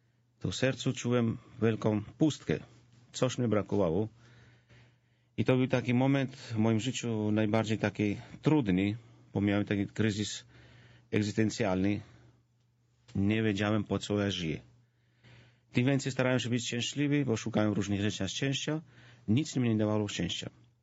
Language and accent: Polish; Georgia; Polish is a second language; moved away; Ja jestem Gruzinem, jak już nazwisko też wskazuje. Urodziłem się i wychowałem się w Gruzji.